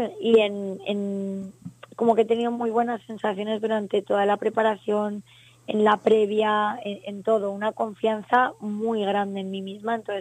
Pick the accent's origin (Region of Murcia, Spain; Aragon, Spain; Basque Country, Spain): Aragon, Spain; el placer es mío de representar mi tierra